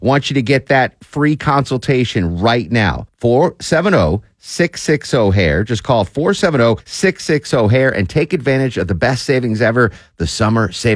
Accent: Connecticut, United States; He's from rural Ohio. I'm from rural Connecticut.

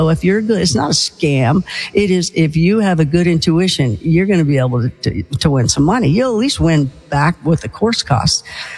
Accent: Kentucky, United States; Well, I'm from Kentucky, so we got to do a bourbon show.

